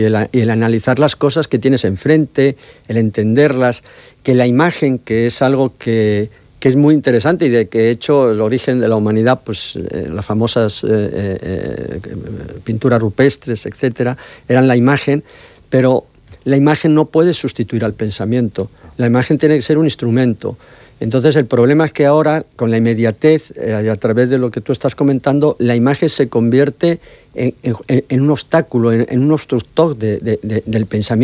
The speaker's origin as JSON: {"language": "Spanish", "country": "Mexico", "said": "Yo vengo de México."}